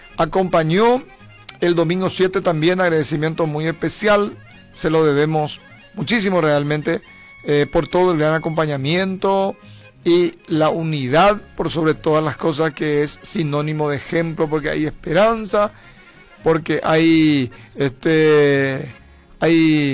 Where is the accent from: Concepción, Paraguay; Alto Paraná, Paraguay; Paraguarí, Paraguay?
Paraguarí, Paraguay; Carapeguá; todos somos de Carapeguá. Que viva Carapeguá